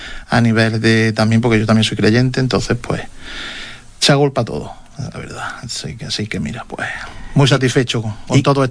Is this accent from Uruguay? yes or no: no; Spain